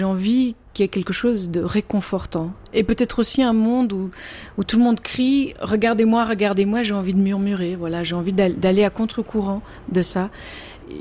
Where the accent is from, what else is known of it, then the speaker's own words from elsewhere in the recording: Albania; first language Albanian; French is a second language; J'ai grandi déjà en Albanie avec une langue, ça veut dire l'albanais, mais tout le monde regardait la télévision italienne. L'italien fait aussi partie de mon enfance et donc oui, je le parle.